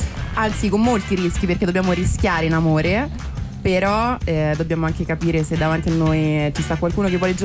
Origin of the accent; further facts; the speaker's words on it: Rome, Lazio, Italy; Sono una romana doc